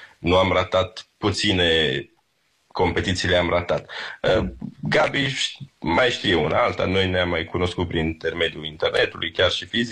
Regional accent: Sighișoara, Mureș County, Romania; Eu sunt deloc din Sighișoara.

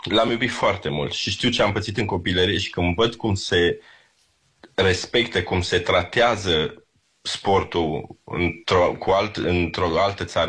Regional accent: Sighișoara, Mureș County, Romania; Eu sunt deloc din Sighișoara.

